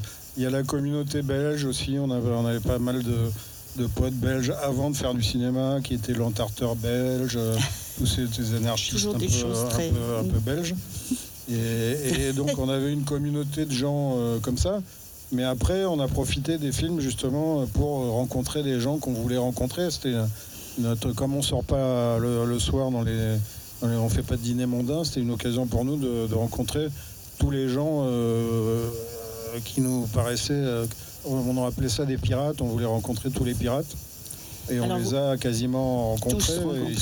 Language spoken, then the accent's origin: French; Mauritius; je suis mauricien, moi.